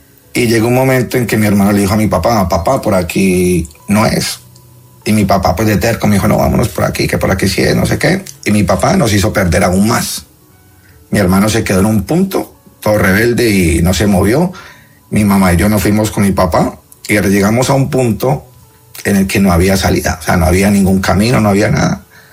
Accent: Pereira, Risaralda, Colombia; now in Spain; yo soy de Pereira y llevo aquí 25 años.

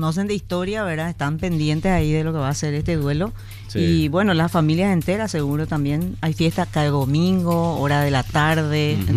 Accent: Paraguay

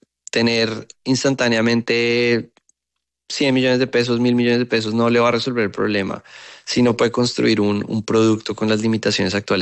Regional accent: Colombia; Eso es algo que tenemos que hacer cada vez más como colombianos.

